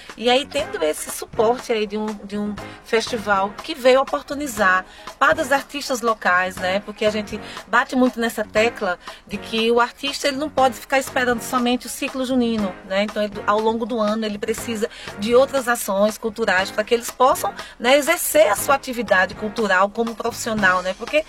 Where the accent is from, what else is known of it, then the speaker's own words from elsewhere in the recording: Caruaru, Pernambuco, Brazil; nós aqui pernambucanos, né? Eu sou daqui, de Caruaru, eu sou pernambucana